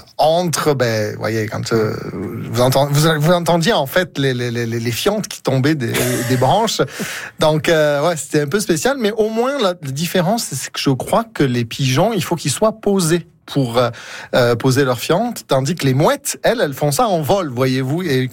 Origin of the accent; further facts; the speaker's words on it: France; also born or lived in Aix-en-Provence; je suis français comme vous, j'ai passé beaucoup de temps à Aix-en-Provence, là où j'ai fait mes études